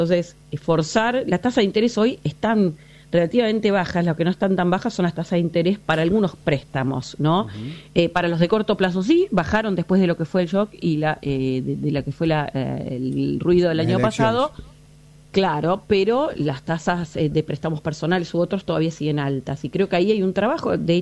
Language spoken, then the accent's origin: Spanish; Argentina; acostumbrados los argentinos y sobre todo los de mayor edad, que hemos atravesado tantas crisis